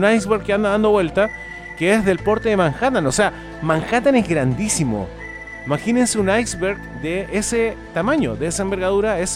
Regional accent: Talca, Maule, Chile; mi ciudad natal, de Talca

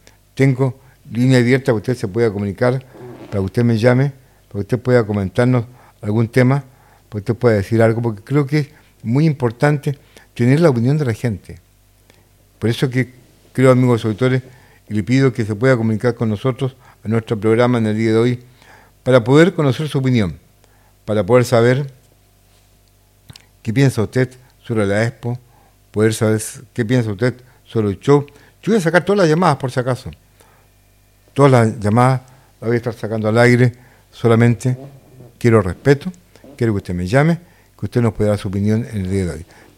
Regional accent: La Calera, Valparaíso, Chile; Soy de La Calera, justamente.

